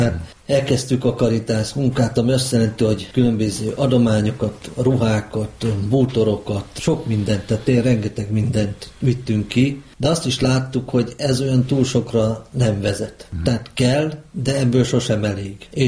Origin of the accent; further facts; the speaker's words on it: Szabolcs-Szatmár-Bereg, Hungary; Én nyerpataki vagyok.